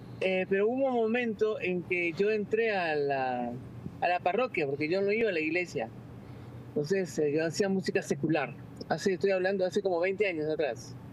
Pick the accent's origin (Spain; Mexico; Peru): Peru; Lima; Estoy aquí en Perú, yo soy de Lima.